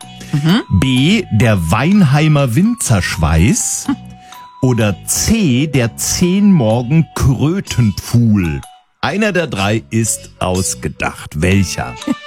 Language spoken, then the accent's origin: German; Bavaria, Germany; Also die Iphöfer Domina, das darf ich dir als Franke sagen